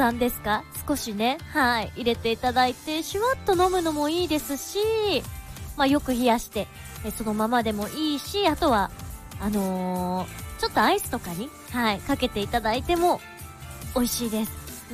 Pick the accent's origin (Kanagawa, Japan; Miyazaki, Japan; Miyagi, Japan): Miyagi, Japan; 私のふるさと宮城県